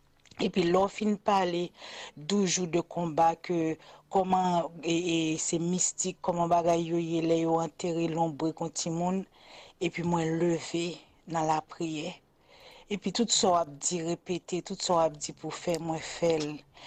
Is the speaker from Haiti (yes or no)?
yes; Haiti; born there; moved away; actuellement, je ne vis pas en Haïti, mais depuis me lever, je vis en Haïti